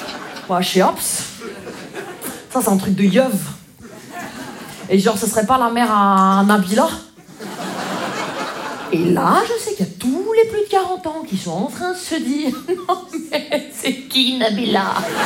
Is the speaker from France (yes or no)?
yes; Grand Est, France; Vous savez, moi je viens des Vosges.